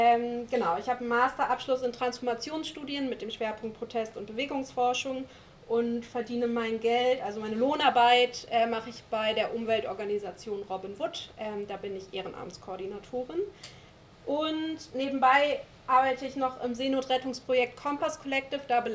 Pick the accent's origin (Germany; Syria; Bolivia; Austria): Germany; Lower Saxony; ich wurde im Wendland geboren